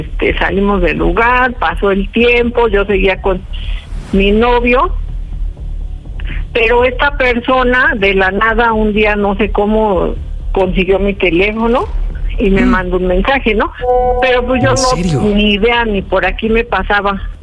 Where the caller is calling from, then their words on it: Zumpango, State of Mexico, Mexico; Tengo 40 años y soy de Zumpango, Estado de México.